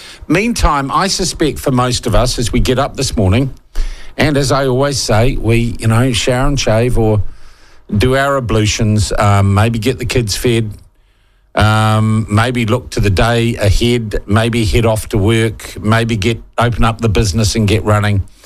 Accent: New Zealand; I myself posted about the sense of loss I felt as a New Zealander at the passing of Jules Top.

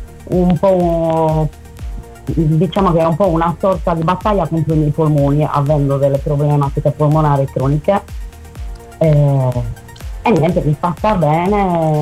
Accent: Netherlands; also born or lived in Dualchi, Sardinia; now in Usini, Italy; sono mamma di 4 figli, 46 anni. Vivo a Usini, ma sono di Dualti, anche se sono nata e cresciuta in Olanda.

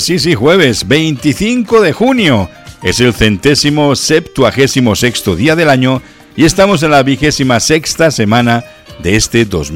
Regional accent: Spain; yo soy español

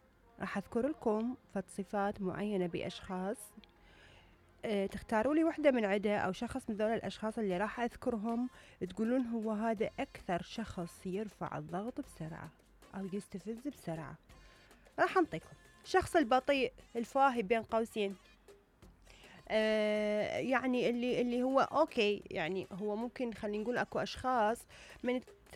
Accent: Syria; يعني أنا شخصيا سوري يعني ما أقدر أطيق هذا الموضوع بصراحة.

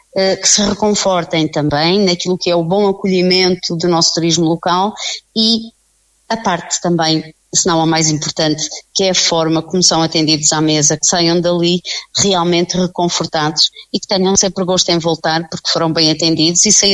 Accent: Veloso, North, Portugal; moved away; eu como oriunda da Serra de Montemuro, sou mesmo oriunda da aldeia de Veloso

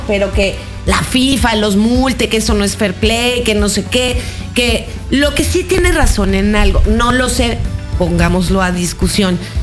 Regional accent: Mexico; Así somos los mexicanos. Así somos.

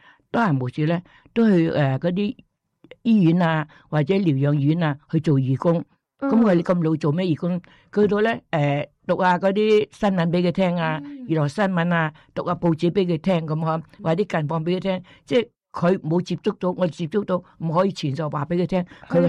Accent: Guangdong, China; 即系我哋广东人咧就兴话好八卦嘅呢、這个人

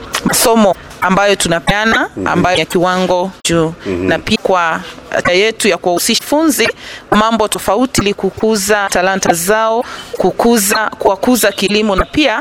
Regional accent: Kenya; mahali ambapo tunatoka, maeneo ya Munyuki

